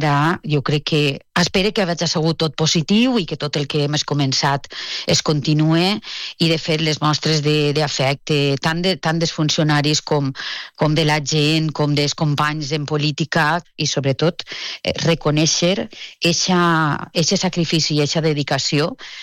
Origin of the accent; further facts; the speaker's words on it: Oliva, Valencian Community, Spain; Pues molta estima per el meu poble i per tots els que treballen i fan possible que un poble funcione